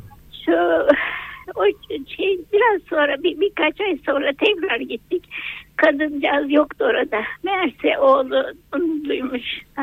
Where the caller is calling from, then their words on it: Samsun, Turkey; Samsun'dan arıyorum ben